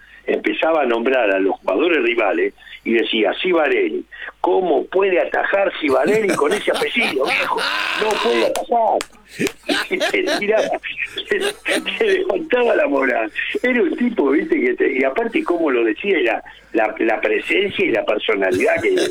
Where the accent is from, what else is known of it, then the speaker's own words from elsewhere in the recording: Ramos Mejía, Buenos Aires Province, Argentina; yo nací en Ramos Mejía